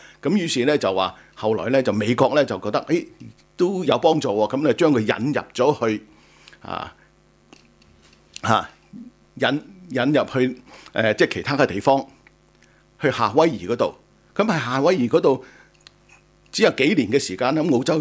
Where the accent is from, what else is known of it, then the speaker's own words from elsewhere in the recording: China; 我哋中國人咧中意食田雞啦